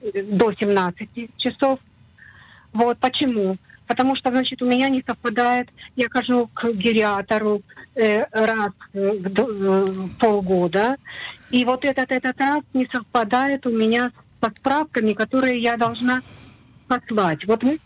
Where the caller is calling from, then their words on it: Tel Aviv, Tel Aviv District, Israel; из Тель-Авива. Мне 78 лет.